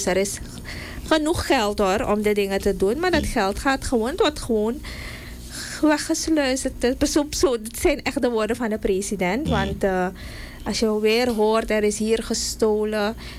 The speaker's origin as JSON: {"language": "Dutch", "country": "Suriname", "said": "Als Surinamers"}